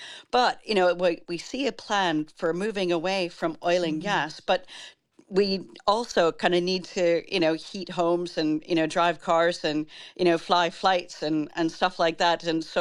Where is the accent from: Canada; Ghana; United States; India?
Canada; I'm from Canada, and the impact of fires there has been just so devastating to watch.